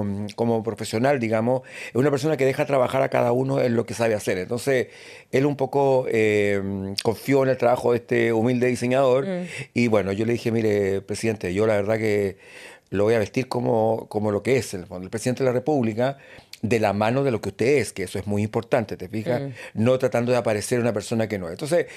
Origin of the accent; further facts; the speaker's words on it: Chillán, Ñuble, Chile; moved away as an adult; now in Santiago, Chile; yo soy de Chillán. Yo nací y estudié toda mi vida en Chillán, en el colegio seminario, que después se llamó Padre Hurtado, un colegio jesuita del mismo grupo del San Ignacio